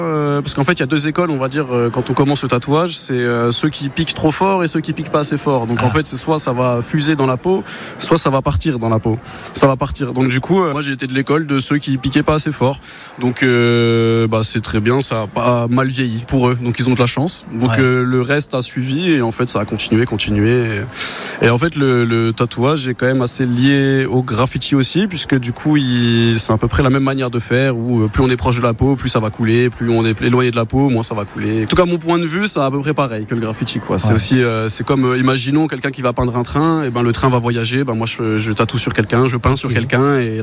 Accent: Metz, Grand Est, France; Alors bonjour, du coup c'est l'ASDEF et je viens de Metz.

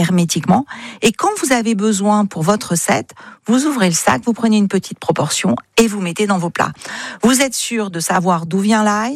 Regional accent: Occitanie, France; chez nous, en Occitanie, on a trois eaux remarquables

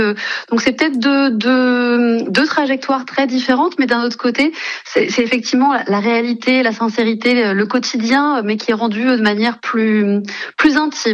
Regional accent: Brittany, France; now in Vaucluse, France; Moi, je viens de Bretagne

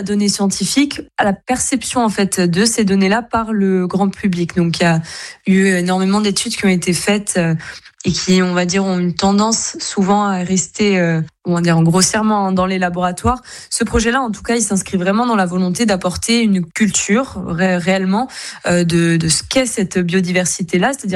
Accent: Corsica, France; bien qu'en tant que Corse, on soit proche de cet environnement

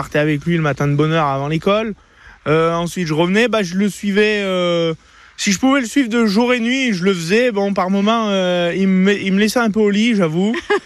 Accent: Quaix-en-Chartreuse, Auvergne-Rhône-Alpes, France; Quai, pour moi, je suis né là, de toute façon. Ça fait maintenant 26 ans que je suis à Quai.

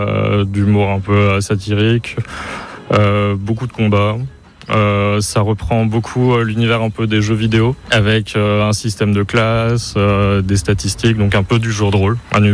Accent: Tours, Centre-Val de Loire, France; je viens de Tours

